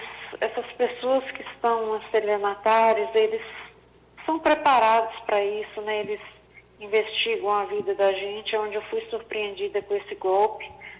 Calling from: Inhapim, Minas Gerais, Brazil; Eu falo de Inhapim, interior de Minas Gerais.

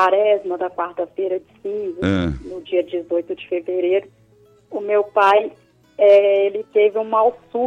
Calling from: Sete Lagoas, Minas Gerais, Brazil; Sete Lagoas, Minas Gerais.

